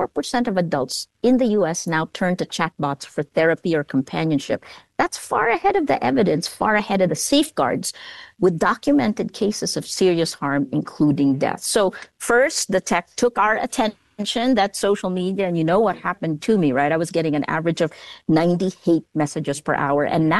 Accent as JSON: {"language": "English", "country": "Philippines", "said": "Because I come from the Philippines"}